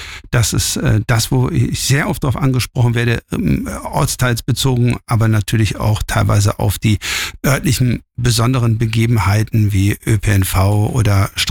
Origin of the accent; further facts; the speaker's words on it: Cologne, North Rhine-Westphalia, Germany; born there; now in Georgsmarienhütte, Germany; Ja, ich bin 53 Jahre alt, komme gebürtig aus Köln, bin verheiratet, Vater von drei Kindern, lebe jetzt seit 2021 in Gemhütte